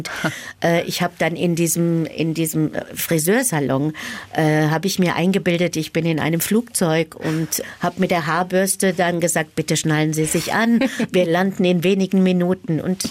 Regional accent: Spessart, Germany; meine Großmutter und ihre Schwestern waren das erste Damenorchester im Spessart, also da, wo ich herkomme.

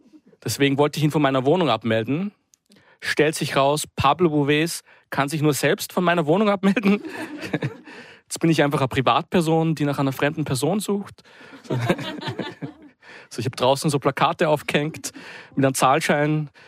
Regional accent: Styria, Austria; born there; Ich bin gebürtiger Steirer.

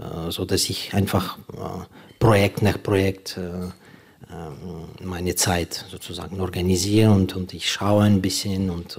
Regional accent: Ukraine; Also einfach ist es nicht, weil zum Beispiel es gibt jetzt sehr viele offene Fragen, was man als Ukrainer dirigieren darf und Musik

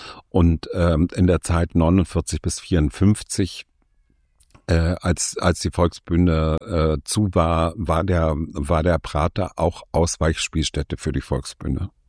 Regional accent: Berlin, Germany; Also ich bin Westberliner, bin an der Sonnenallee aufgewachsen

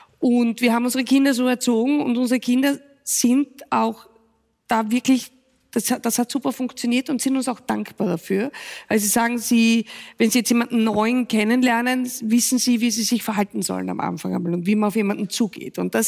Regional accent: Carinthia, Austria; Also ich muss dazu sagen, ich komme aus Kärnten, da bin ich aufgewachsen und eine sehr kleine Gemeinde im Mölltal.

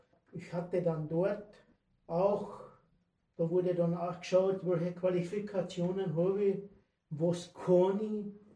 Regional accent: Austria; born there; gebürtiger Österreicher. Ich bin geboren 1976

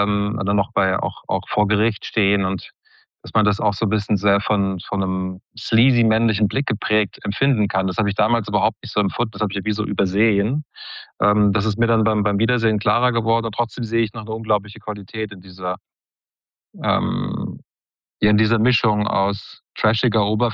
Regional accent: Maintal, Hesse, Germany; born or raised there

